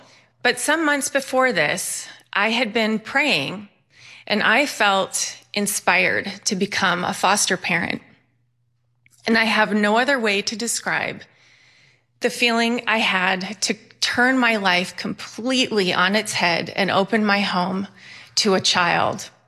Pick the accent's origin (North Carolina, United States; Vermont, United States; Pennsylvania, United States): Vermont, United States; Bennington; born there; now in Phoenix, United States